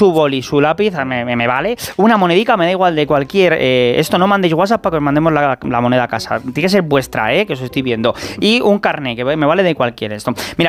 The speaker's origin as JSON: {"language": "Spanish", "town": "Cisneros", "region": "Castile and León", "country": "Spain"}